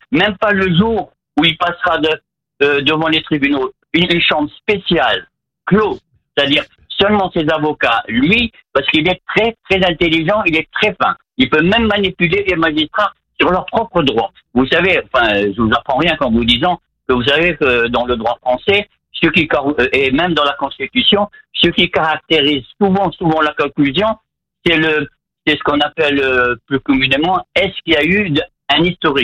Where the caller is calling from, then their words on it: Massy, Île-de-France, France; De Massy, c'est dans l'Essonne.